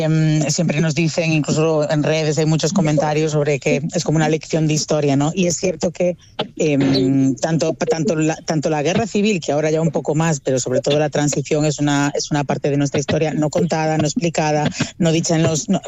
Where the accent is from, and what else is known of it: Galicia, Spain